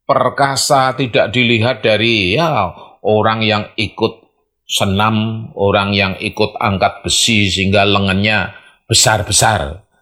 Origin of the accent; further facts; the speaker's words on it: Java, Indonesia; sekali lagi saya bukan ingin mengunggul-unggulkan atau berkiblat dari negeri Cina, saya orang Jawa.